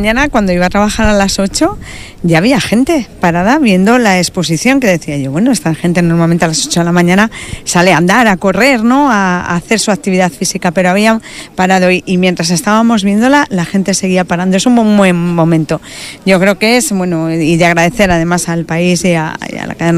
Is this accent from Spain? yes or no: yes; Spain; hemos vivido cosas, como españoles y también como miembros del mundo